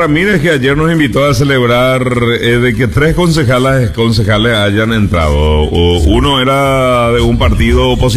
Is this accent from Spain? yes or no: no; Paraguay; todos pues somos paraguayos